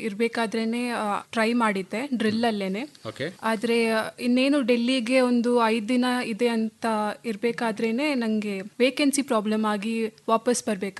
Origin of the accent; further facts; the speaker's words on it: Kodagu, Karnataka, India; moved away as an adult; now in Mysore, India; ಇಲ್ಲಿ ನಂದು ಊರು ಕೊಡಗು, JSS ವುಮೆನ್ಸ್ ಕಾಲೇಜಲ್ಲಿ BSc ಓದ್ತಿದ್ದೀನಿ ಥರ್ಡ್ ಇಯರಲ್ಲಿ.